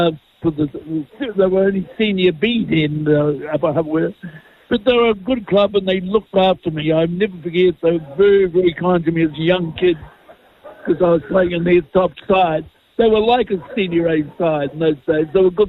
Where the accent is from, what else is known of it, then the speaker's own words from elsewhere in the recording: Waikato, New Zealand; born there; moved away; also born or lived in Upper Hutt; I've just always been sort of an Upper Hutt man. I played a bit. I was born in the King Country